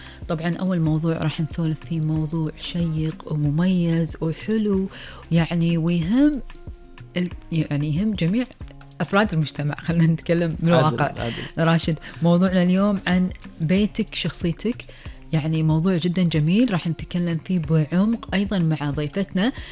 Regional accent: Kuwait

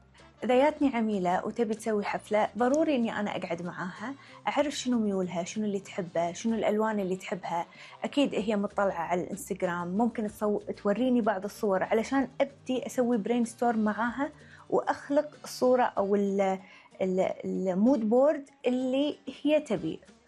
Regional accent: Kuwait; عندنا بالكويت

